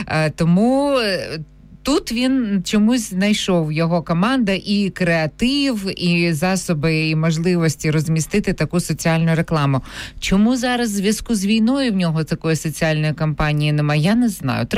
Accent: Kyiv, Ukraine; ми, кияни, ми тут живемо

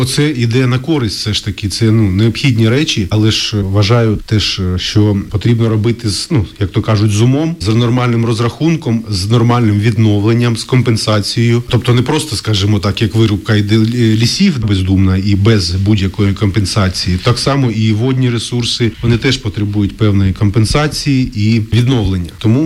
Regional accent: Lubny district, Poltava Oblast, Ukraine; moved away; Я не місцевий житель, але я тут виріс, тут народився мій батько, дід з бабою. Це для мене, ну, мої рідні місця, ну, батьківщина.

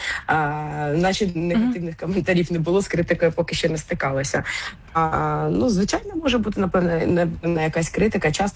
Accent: Kharkiv, Kharkiv Oblast, Ukraine; Я сама з Харкова родом

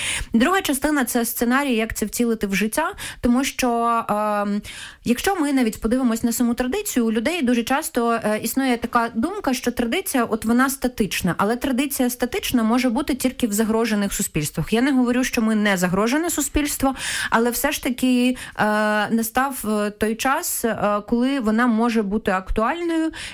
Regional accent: Kherson, Kherson Oblast, Ukraine; я родом з Херсона, де закінчила і школу, і університет.

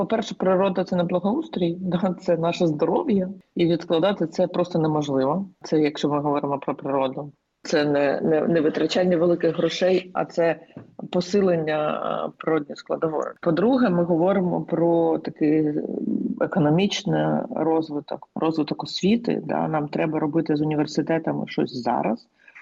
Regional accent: Kharkiv, Kharkiv Oblast, Ukraine; то, що навколо нас оточує, це в більшості формує своє розуміння, що я з Харкова.

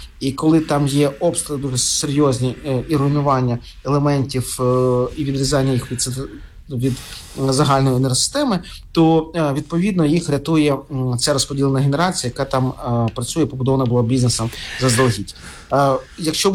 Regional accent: Kharkiv, Kharkiv Oblast, Ukraine; позаминулого року мій рідний Харків провів на 2,2 мільярда гривень тендери

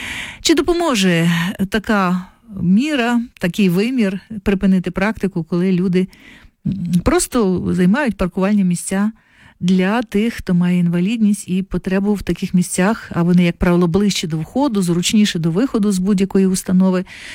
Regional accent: Kharkiv, Kharkiv Oblast, Ukraine; now in Lviv, Ukraine; харків'янин.

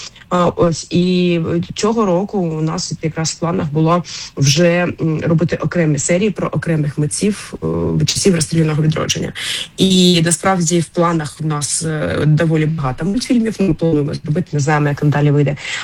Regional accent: Kharkiv, Kharkiv Oblast, Ukraine; що я ж кажу, що я сама із Харкова, і я ще, ну, жила там геть недалеко від цього будинку, і добре його знаю.

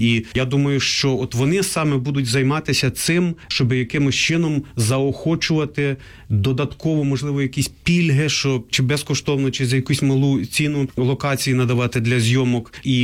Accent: Khmelnytskyi Oblast, Ukraine; на моїй рідній Хмельниччині

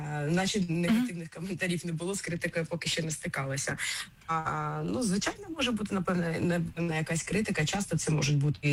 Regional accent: Kharkiv, Kharkiv Oblast, Ukraine; Я сама з Харкова родом, і треба сказати, що коли я в дитинстві

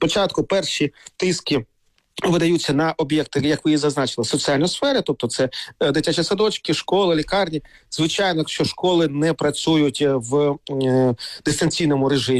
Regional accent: Kharkiv, Kharkiv Oblast, Ukraine; Якщо говорити про мій рідний Харків

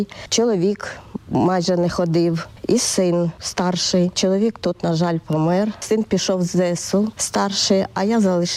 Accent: Rivne Oblast, Ukraine; moved away as an adult; also born or lived in Lysychansk, Luhansk Oblast; Приїхала з Луганської області, з міста Лисичанська. Ну, я повернулася на батьківщину. 15 років я виїхала звідси, з Рівненської області, туди. А тепер приїхала вимушено, як кажуть, туди знову.

